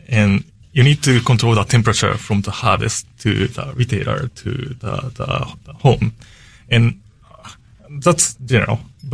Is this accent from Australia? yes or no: no; Japan; moved away as an adult; now in Washington, D.C., United States; I'm from Japan, and, you know, home sushi was super casual.